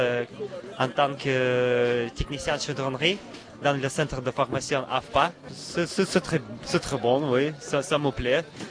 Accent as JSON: {"language": "French", "region": "Siberia", "country": "Russia", "second_language": "French", "moved": "as an adult", "lives_now": "Saint-Nazaire, France", "said": "Je viens de Sibérie, grande partie de Russie."}